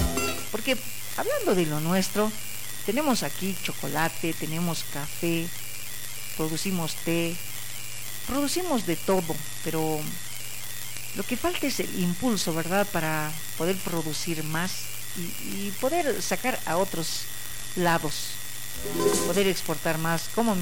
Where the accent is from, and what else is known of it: Bolivia